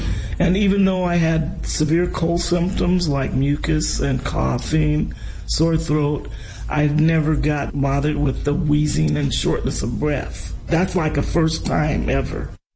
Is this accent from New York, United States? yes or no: no; Portland, Oregon, United States; I'm from Portland, Oregon.